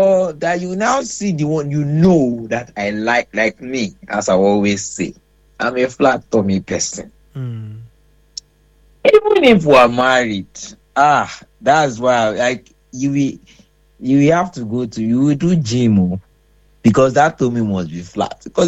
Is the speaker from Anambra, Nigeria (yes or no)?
no; Lagos, Nigeria; Growing up in Lagos, sometimes it's not good. It's not easy.